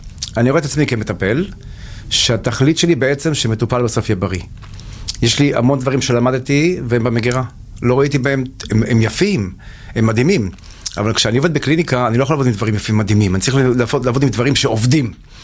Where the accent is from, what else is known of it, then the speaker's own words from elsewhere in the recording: Kiryat Tivon, Northern District, Israel; born there; moved away as an adult; also born or lived in Midreshet Sde Boker; now in Safed, Israel; בגיל 8, באיפשהו, בסביבות משהו כזה, המקום שם זה משבר, עברנו צפונה. והמשכתי לגדול בתוך קיר הטבעון, שזה בדיוק הפוך, שם הכל ירוק, הכל טבע